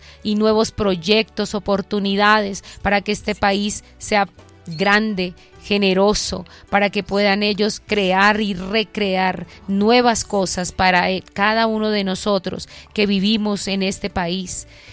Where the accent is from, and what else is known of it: Colombia